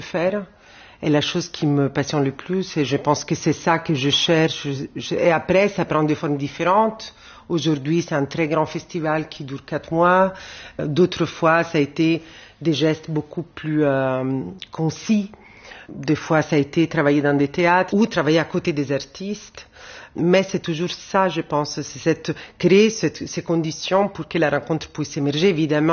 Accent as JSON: {"language": "French", "town": "Rome", "region": "Lazio", "country": "Italy", "tie": "born or raised there", "said": "Moi, j'ai grandi à Rome et j'étais adolescente, disons, dans les années 90."}